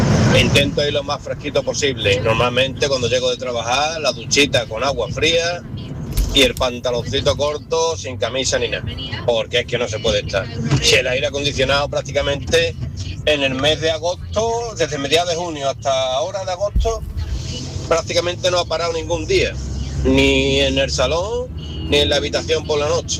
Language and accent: Spanish; Nerva, Andalusia, Spain; now in Málaga, Spain; soy de Nerva, aunque llevo 38 años en Málaga